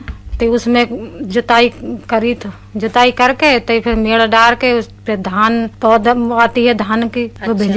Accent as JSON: {"language": "Hindi", "town": "Bahroli", "region": "Uttar Pradesh", "country": "India", "said": "बहरोली के रहने वाले हैं।"}